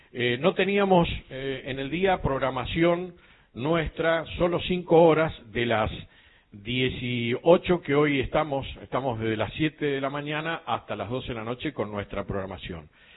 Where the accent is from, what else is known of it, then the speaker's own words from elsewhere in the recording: Mendoza, Argentina; yo soy mendocino